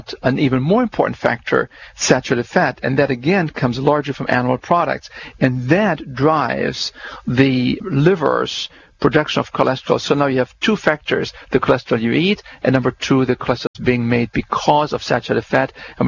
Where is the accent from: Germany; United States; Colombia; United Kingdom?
Germany; When I grew up in Germany and spent some time as a child on my grandfather's little farm, the cows would usually hang around for 20 years.